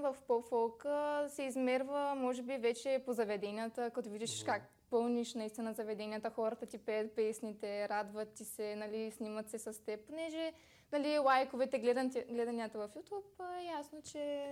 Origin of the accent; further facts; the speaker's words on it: Varna, Varna Province, Bulgaria; както съм от Варна, то почти всичко ми се налага да пътувам до София.